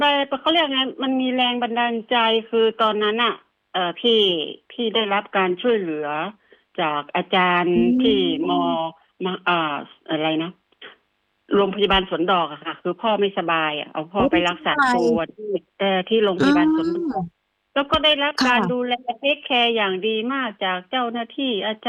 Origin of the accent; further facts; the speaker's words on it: Hang Chat, Lampang, Thailand; แต่ว่าพี่อ่ะเป็นคนในตำบลห้างฉัดนี่แหละตำบลห้างฉัดนี่แหละ